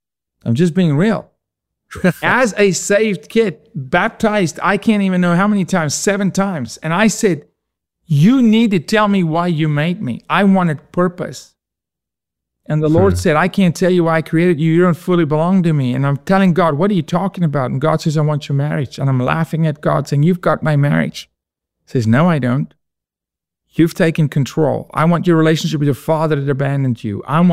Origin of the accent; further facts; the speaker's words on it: Johannesburg, Gauteng, South Africa; I'm from the what's called the East Rand. So think of the Bronx, because I'm from Johannesburg.